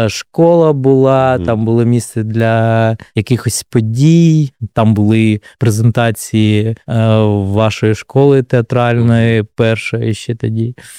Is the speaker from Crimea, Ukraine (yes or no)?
no; Kupiansk, Kharkiv Oblast, Ukraine; born there; Десь я народився в Куп'янську, приїхав в Харків навчатися в фармацевтичний університет.